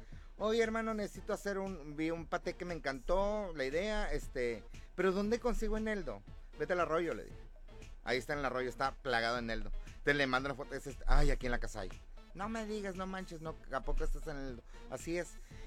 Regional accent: Mexico; como todo mexicano, siempre se le antojan los taquitos, ¿no?

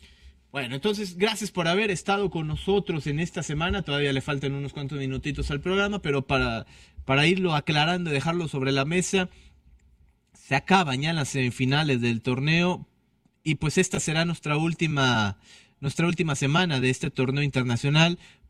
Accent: Mexico

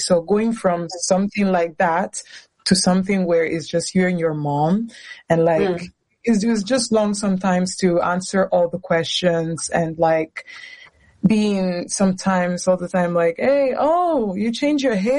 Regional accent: Castel Volturno, Campania, Italy; also born or lived in Pozzuoli; I was born in Pozzuoli, which is Napoli, close to Napoli, is part of the Città Metropolitana Napoli. And after that, both me and my sister were born there, and then we moved to Castel Volturno

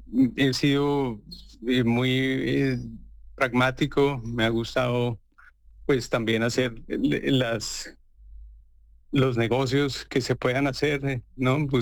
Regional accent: Colombia; esa vez es muy distinta a la nuestra o a la con la que yo crecí en Colombia, ¿no?

